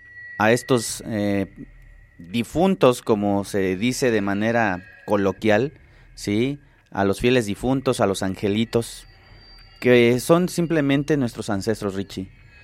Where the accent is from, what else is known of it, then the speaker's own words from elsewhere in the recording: Mexico; tenemos el gran orgullo al decir que somos mexicanos